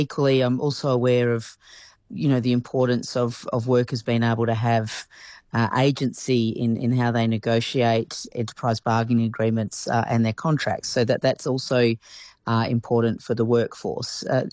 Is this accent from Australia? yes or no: yes; Rockingham, Western Australia, Australia; also born or lived in Kwinana; I was born in Kwinana and I grew up in Rockingham, and that's where I live right now, and that's the area I represent.